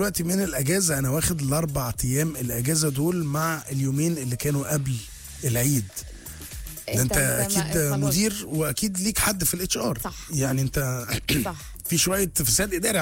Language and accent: Arabic; Egypt